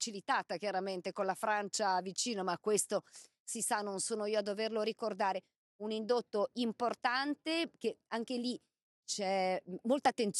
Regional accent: Liguria, Italy

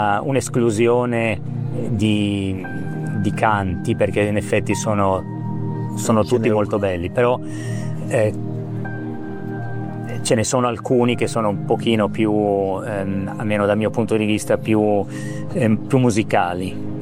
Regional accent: Milan, Lombardy, Italy; moved away as an adult; now in Trentino, Italy; Io sono nato a Milano nel 64. Cioè, ho vissuto tanti anni a Milano fino a 29 anni, poi mi sono trasferito in Trentino.

